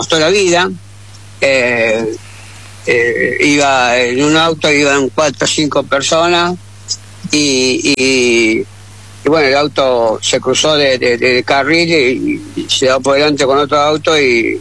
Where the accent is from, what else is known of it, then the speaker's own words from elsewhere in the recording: Córdoba, Argentina; soy el primer boxeador argentino, campeón del mundo en doble categoría, el primero y soy de Córdoba, la cansale a Córdoba